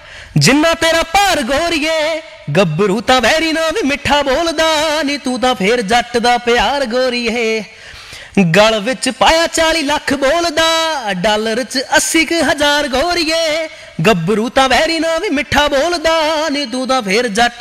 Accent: Punjab, India; मैं भी पंजाबी हूँ, वो भी पंजाबी हैं और पूरे पंजाब को वर्ल्ड वाइड रिप्रेजेंट भी कर रहे हैं.

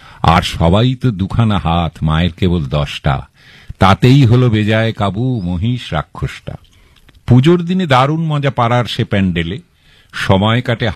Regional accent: Bhatpara, West Bengal, India; আমি মফস্বলের ছেলে, গঙ্গার ধারে বাড়ি, ভাটপাড়া, ছোট ছোট পুজো হতো

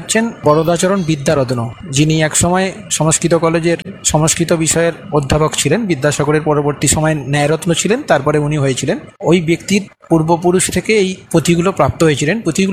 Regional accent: Tajpur, West Bengal, India; আমাদের তাজপুর গ্রামেই অবস্থিত।

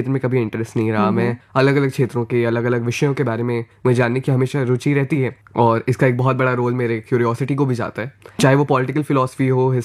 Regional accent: Kanpur, Uttar Pradesh, India; और मैं कानपुर उत्तर प्रदेश का निवासी हूँ। मेरी उम्र 15 वर्ष है

